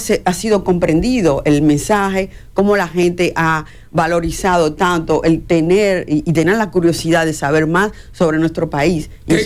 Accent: Santo Domingo, Distrito Nacional, Dominican Republic; moved away as an adult; also born or lived in Paris, France; now in Bergerac, France; Yo soy de Santo Domingo.

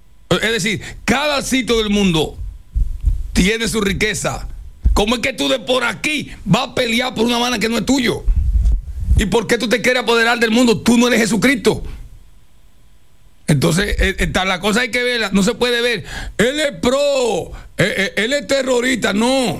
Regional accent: San Juan de la Maguana, San Juan, Dominican Republic; now in Santo Domingo, Dominican Republic; Yo soy un campesino que vengo de San Juan.

